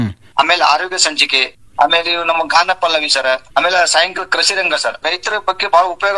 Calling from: Arjunagi, Karnataka, India; Afzalpur ತಾಲೂಕ ಅರ್ಜುನಿಗೆ ಕುಗ್ರಾಮ್ sir.

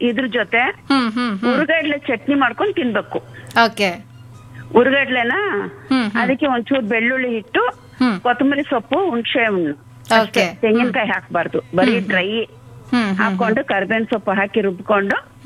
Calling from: Tumakuru, Karnataka, India; ತುಮಕೂರಿಂದ

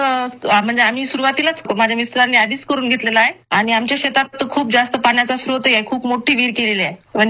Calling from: Yavatmal district, Maharashtra, India; मी खोपडी मिरासे इथे राहते, तालुका दारव्हा आणि जिल्हा यवतमाळ.

